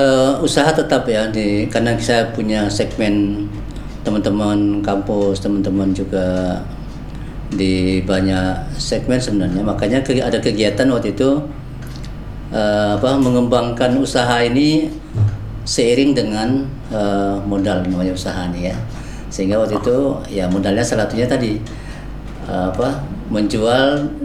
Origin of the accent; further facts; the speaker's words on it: Bintan, Riau Islands, Indonesia; Tanjung Pinang, ke Bintan ya, saya sebenarnya kan dari Bintan kan.